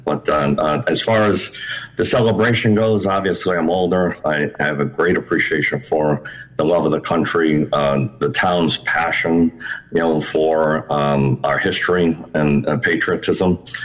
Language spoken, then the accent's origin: English; Bristol, Rhode Island, United States; I was 15 years old, and I was in a small marching band from my hometown.